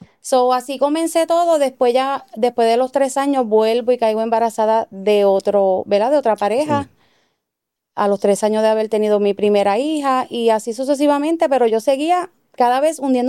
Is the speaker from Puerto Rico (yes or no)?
yes; Puerto Rico; moved away as an adult; also born or lived in Maryland, United States; Yo tenía, pienso que 25 años, 23 años. Y ahí es cuando, pues, salimos de Puerto Rico. Ahí nos vamos al estado de Maryland.